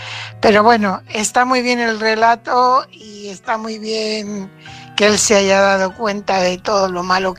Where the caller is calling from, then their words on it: Fuenlabrada, Community of Madrid, Spain; corresponsal de Fuenlabrada.